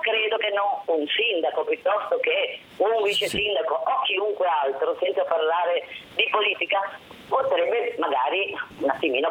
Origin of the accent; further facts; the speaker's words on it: Genoa, Liguria, Italy; No, no, io sono proprio genovese di Genova